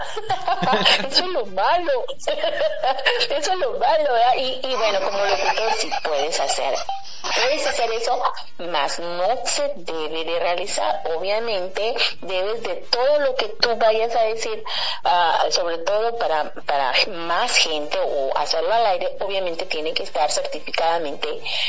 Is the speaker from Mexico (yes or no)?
yes; Mexico; así somos los mexicanos